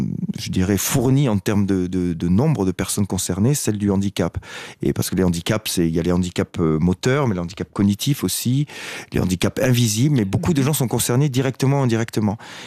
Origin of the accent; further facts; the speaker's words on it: Occitanie, France; Donc moi, je suis des Hautes-Pyrénées. Donc c'est un endroit où, voilà, c'est l'endroit où je suis né et où j'habite encore aujourd'hui d'ailleurs.